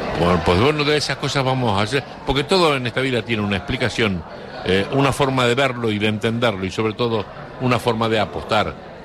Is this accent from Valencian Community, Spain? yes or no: no; Canary Islands, Spain